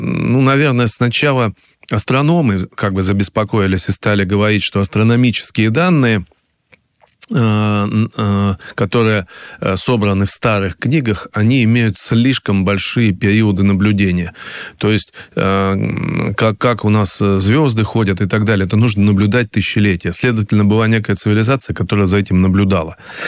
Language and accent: Russian; Kemerovo Oblast, Russia; или вот даже у меня на родине Кузбасс, там есть горная Шория, и там тоже есть мегалиты.